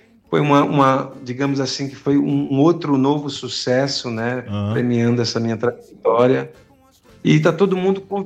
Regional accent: Recife, Pernambuco, Brazil; Meu pai é sertanejo, né? Eu cresci no Ibura, mas minha família veio do sertão do interior de Pernambuco.

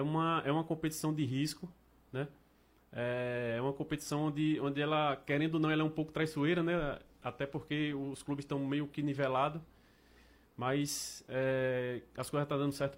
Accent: Maceió, Alagoas, Brazil; Na verdade, o Nordeste todo é tudo parecido. Eu, como sou de Maceió, então... Não muda muita coisa, né?

